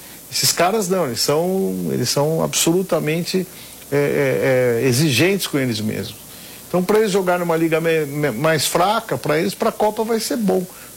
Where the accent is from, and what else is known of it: Brazil